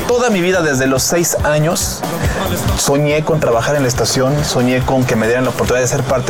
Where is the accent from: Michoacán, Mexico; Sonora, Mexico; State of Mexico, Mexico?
State of Mexico, Mexico; Ecatepec; moved away; Yo soy originario de Ecatepec.